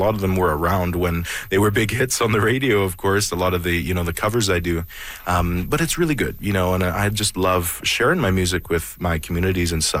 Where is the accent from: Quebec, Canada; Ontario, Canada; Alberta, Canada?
Alberta, Canada; Sucker Creek